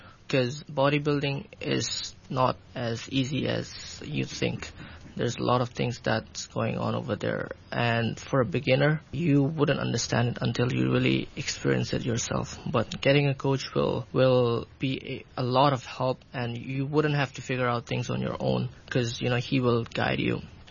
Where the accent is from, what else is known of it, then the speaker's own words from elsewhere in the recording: Pakistan; English is a second language; you're in a new industry and I'm from Pakistan as well.